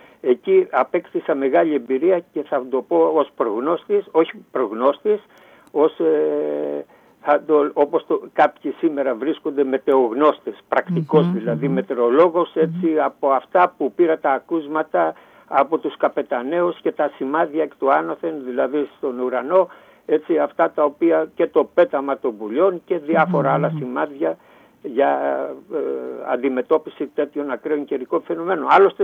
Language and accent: Greek; Antirrio, Western Greece, Greece; Στην προβλήτα του παππού μου, το πρώτο σπίτι, το καφεζιθεστιατόριο Νομπάτης, εκεί που μεγάλωσα